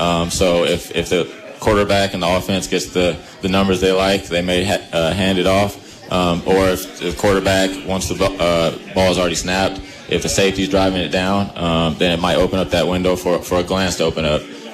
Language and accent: English; San Jose, California, United States; moved away; I am from California as well, San Jose.